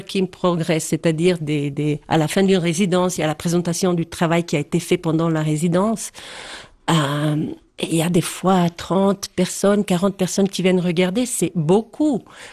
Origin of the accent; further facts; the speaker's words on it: Poschiavo, Graubünden, Switzerland; also born or lived in Geneva; Quand j'étais à Genève et puis on me demandait et je disais je suis du Val Poschiavo, je disais ah waouh chouette les montagnes etc. C'était différent quand je dis je retourne à Poschiavo.